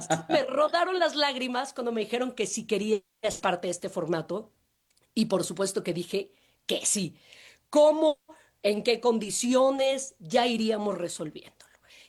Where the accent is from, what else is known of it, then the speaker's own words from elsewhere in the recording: Mexico; Somos mexicanos.